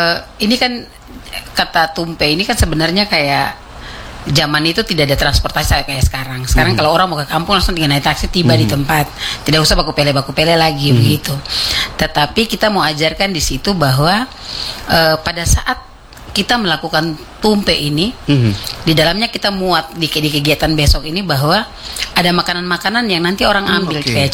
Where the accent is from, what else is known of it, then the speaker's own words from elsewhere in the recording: Southwest Papua, Indonesia; tetapi kita mengenang dan mengajarkan kembali tentang karakter cara hidup kita orang Boy pada saat itu.